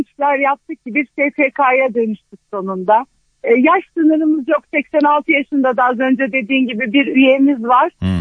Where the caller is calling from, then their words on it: Ankara, Turkey; Ankara'dan arıyorum.